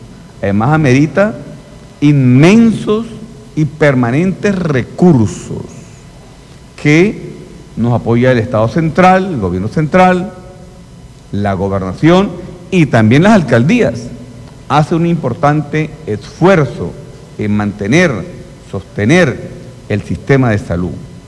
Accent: San Cristóbal, Táchira, Venezuela; Yo me crié en Riberas del Torbes

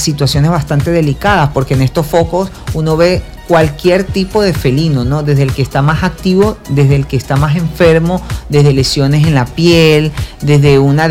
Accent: Venezuela; y especialmente del país donde estoy, Venezuela. Cuesta entender, pero así somos los venezolanos.

